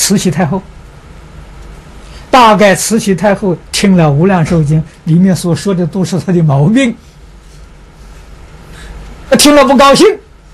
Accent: China; 我们中国人俗话讲，快刀斩乱麻

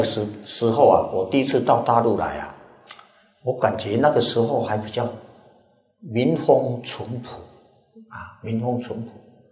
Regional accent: Taiwan; 我们是台湾来的啊。

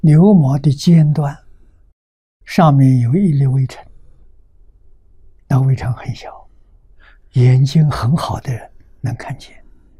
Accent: China; 我们中国人

